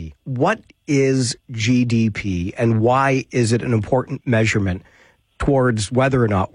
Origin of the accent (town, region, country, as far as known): Canada